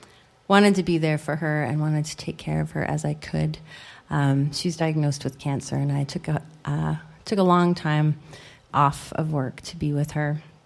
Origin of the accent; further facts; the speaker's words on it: Quill Lake, Saskatchewan, Canada; moved away; And I grew up on the prairies. I grew up near Quill Lake, Saskatchewan. So, I mean, I knew the country and knew what winter was like out there.